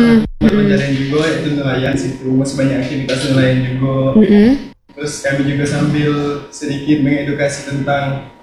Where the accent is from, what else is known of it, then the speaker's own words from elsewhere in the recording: Danau Teluk, Jambi, Indonesia; kami ingin memperkenalkan kampung halaman kami di Danau Teluk itu.